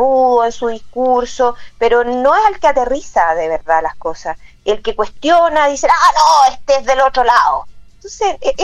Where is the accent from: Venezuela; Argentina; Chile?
Chile; No, y además que no, si nosotros necesitábamos como chilenos que salieran, chao.